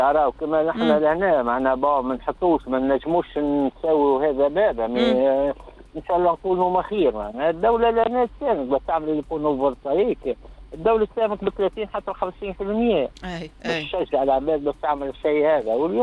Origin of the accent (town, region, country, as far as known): Tunisia; now in Marseille, France